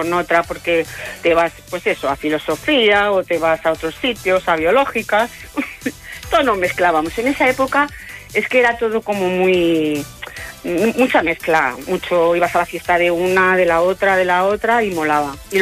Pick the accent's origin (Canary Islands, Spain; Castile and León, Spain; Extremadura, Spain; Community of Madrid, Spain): Community of Madrid, Spain; Madrid; Pues mira, somos de Madrid, pero nos hemos juntado aquí en Sigüenza, en una casita, amigos de la universidad